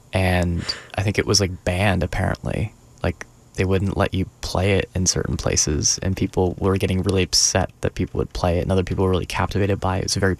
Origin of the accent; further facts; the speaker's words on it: New Jersey, United States; sorry, I'm from New Jersey, so the you know, the sentiment comes out.